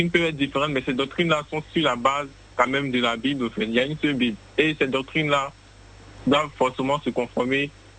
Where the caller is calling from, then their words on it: Abidjan, Côte d’Ivoire; De Cocody.